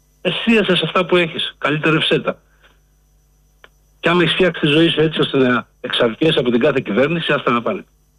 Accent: Greece; Εγώ πήρα να πω ότι δεν τρέπομαι ρε φίλε που είμαι Έλληνας. Πραγματικά δεν τρέπομαι που είμαι Έλληνας.

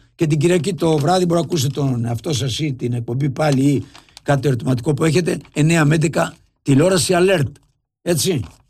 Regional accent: Eklouvi, Ionian Islands, Greece; Εγώ είμαι από Εκλουβή.

